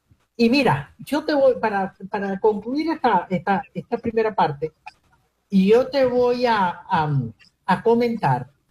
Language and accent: Spanish; Venezuela; somos, por supuesto, venezolanos